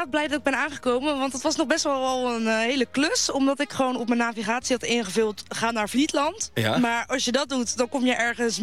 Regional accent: Katwijk, South Holland, Netherlands; omdat ik zelf uit Katwijk kom.

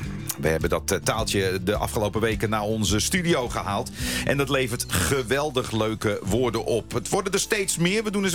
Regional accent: Friesland, Netherlands; moved away; maar ik ben Fries

